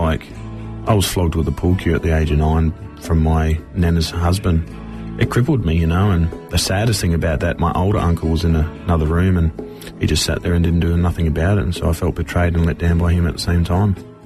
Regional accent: Wilcannia, New South Wales, Australia; Well, I was born in Wilkenya. It's not in South Africa. It's actually in rural outback of New South Wales.

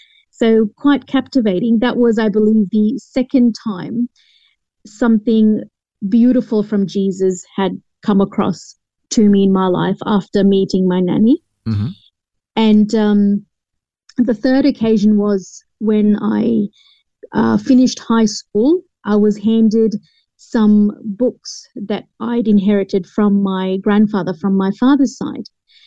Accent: England, United Kingdom; born there; and then moved across to England, where my father pursued law, and that's where I was born.

